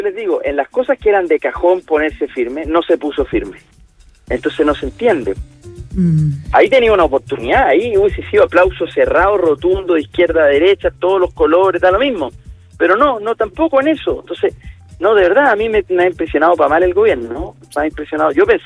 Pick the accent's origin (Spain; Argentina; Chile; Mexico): Chile